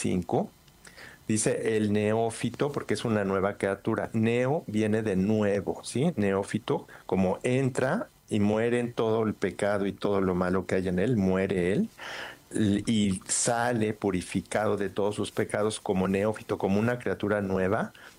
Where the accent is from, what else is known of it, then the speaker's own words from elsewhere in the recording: Mexico; Porque ella escogió esa casa y porque yo soy mexicano.